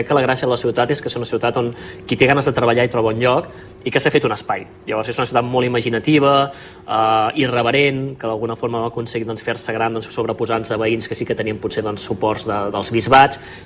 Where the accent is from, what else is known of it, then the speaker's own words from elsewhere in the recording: Sabadell, Catalonia, Spain; born there; moved away as an adult; now in Barcelona, Spain; Jo soc sabadellenc i moriré sabadellenc. El que passa per diferents motius de la vida em va tocar anar a viure, com diem, molta gent d'aquí, al nostre barri de mar, que és Barcelona. I sí, me l'estimo Barcelona, però jo soc sabadellenc.